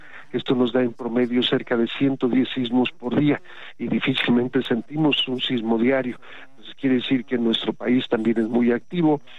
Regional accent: Mexico

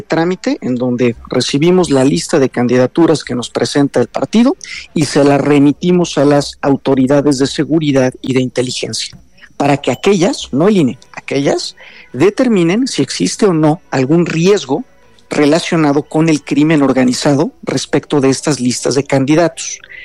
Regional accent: Mexico; como mexicanas y mexicanos

